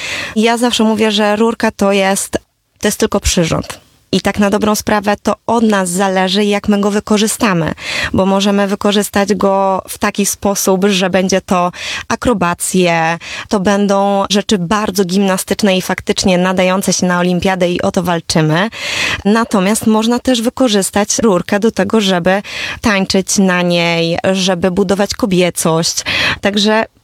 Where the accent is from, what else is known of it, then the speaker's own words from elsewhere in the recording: Bełchatów, Łódź Voivodeship, Poland; Ja pochodzę z Bełchatowa, to jest bardzo małe miasto